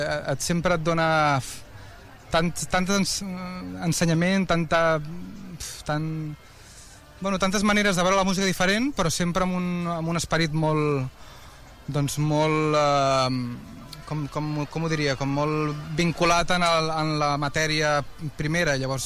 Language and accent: Catalan; Sant Andreu de la Barca, Catalonia, Spain; i més avui, el dia de la Diada, aquí a Sant Andreu, al meu poble.